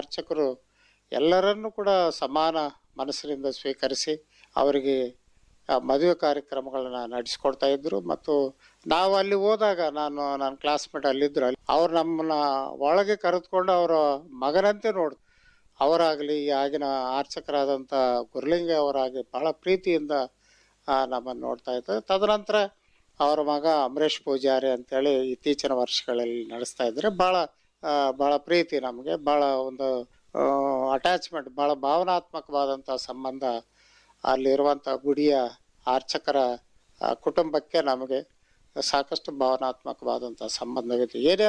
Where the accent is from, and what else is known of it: Raichur, Karnataka, India; born or raised there